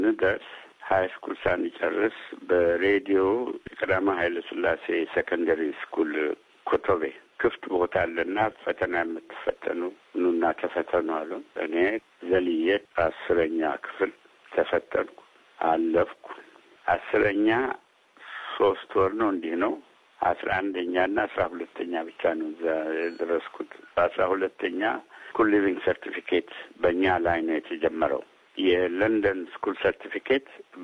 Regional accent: Dessie, Amhara, Ethiopia; ላይ ተወለድኩት ደሴ ከተማ ውስጥ ነው። በዛን ጊዜ ኢትዮጵያ ገና ሙሶሊኒ በአንድ በኩል ይፎክራል፣ ጦርነቱ ሊጀመር ሲል እንግዲህ በ1929 በፈረንጅ አቆጣጠር ነው የተወለድኩት።

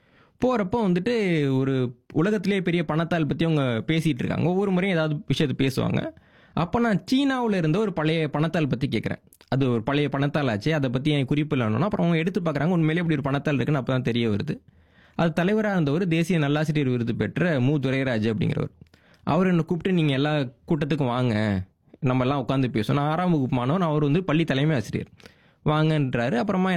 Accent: Mannargudi, Tamil Nadu, India; born there; எங்கள் ஊரில் நான் வந்து மன்னார்குடின்ற ஒரு சின்ன ஊரில் தான் பிறந்தேன்.

